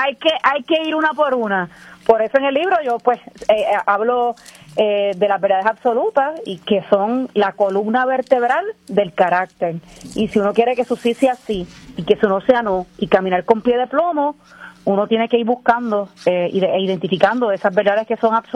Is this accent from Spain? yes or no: no; Puerto Rico; Yo soy de Cupey, Puerto Rico. La cuna de Tito Trinidad.